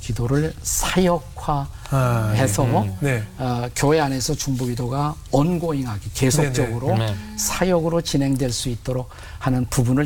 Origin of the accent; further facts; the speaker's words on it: South Korea; moved away as an adult; 저는 한국에서 온 학생이고 영어가 부족했지만